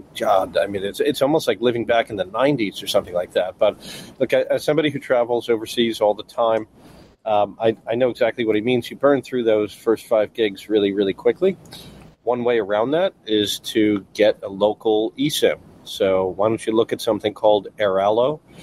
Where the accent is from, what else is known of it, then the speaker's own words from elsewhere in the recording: United States; I said, well, it's 4th of July. I'm an American. I'm going to go knock on the door of the American embassy.